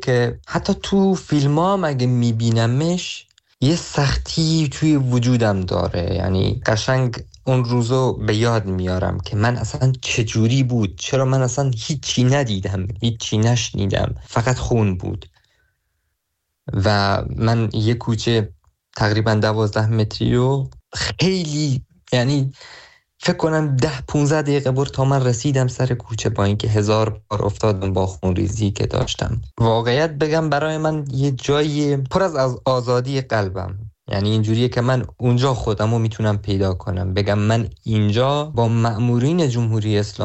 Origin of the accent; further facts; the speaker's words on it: Saqqez, Kurdistan, Iran; moved away as an adult; من برای خودم توی هر جای دنیا باشم، بازم نمیتونم از شهر خودم سقز دل بکنم.